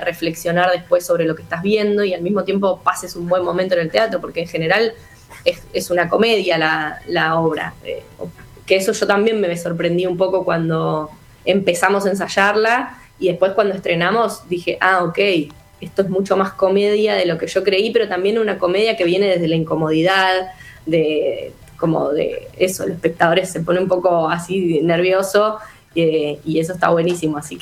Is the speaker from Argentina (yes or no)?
yes; Balcarce, Buenos Aires Province, Argentina; Estuvimos en Balcarce, que es mi ciudad